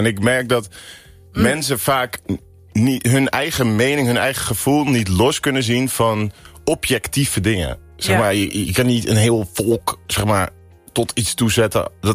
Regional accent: Alkmaar, North Holland, Netherlands; born or raised there

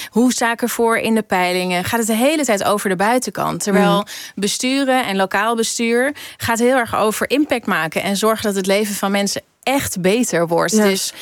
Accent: Amsterdam, North Holland, Netherlands; Want hoe krijgen wij als Amsterdammers weer meer macht over die woningmarkt?

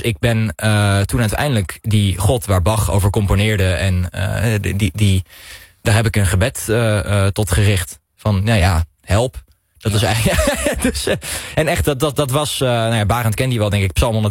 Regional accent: Castricum, North Holland, Netherlands; Dus ik kom uit Castricum. En Castricum is in de jaren 60 eigenlijk meteen geseculariseerd.

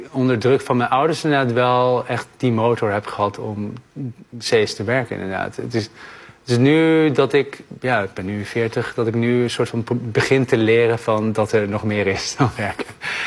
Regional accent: North Brabant, Netherlands; also born or lived in Middelburg; En dan denk ik, ja, ik ben geboren in Middelburg, weet je wel, opgegroeid in Brabant, dus ken ik dan echt de oostkust van China?

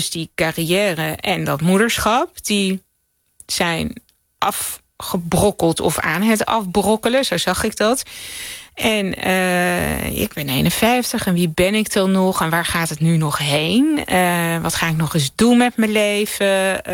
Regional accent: Zoeterwoude, South Holland, Netherlands; now in Amsterdam, Netherlands; ik ben in Zoeterwoude opgegroeid. Dat is een dorp bij Leiden. Ik zat in Leiden op de middelbare school. Maar Zoeterwoude was een klein, niks aan de hand dorp. En was ook niet zoveel te doen, laat maar zeggen.

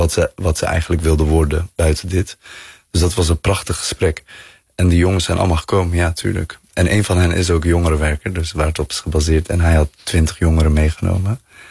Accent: Bergen op Zoom, North Brabant, Netherlands; En ik kom uit Bergen op Zoom. En dat is natuurlijk een grensstad.

